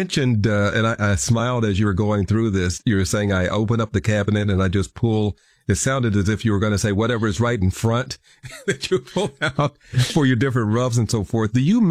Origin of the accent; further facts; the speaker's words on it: Kansas City, Missouri, United States; I personal story. I grew up in Kansas City.